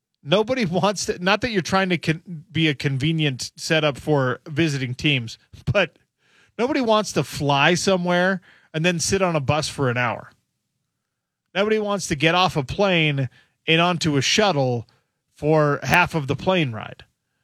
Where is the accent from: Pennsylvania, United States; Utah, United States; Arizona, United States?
Utah, United States; Sandy; I'm from Sandy, that's God's country.